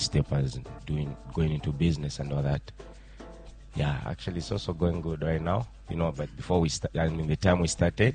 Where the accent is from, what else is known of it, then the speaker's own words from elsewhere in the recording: Kabwe, Central Province, Zambia; also born or lived in Serenje; based in Kabwe. Yeah, but I'm from Serenje, and I was raised here in Kabwe by my mom and with my sister, Patience.